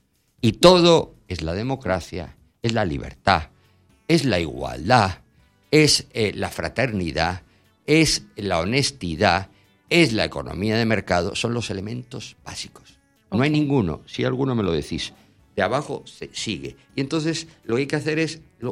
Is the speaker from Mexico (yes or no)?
no; Panama; Yo soy panameño, soy español y soy panameño.